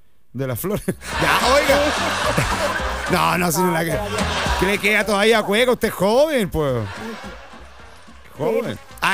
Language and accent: Spanish; Chile; Crecí en Población Van. Soy de Población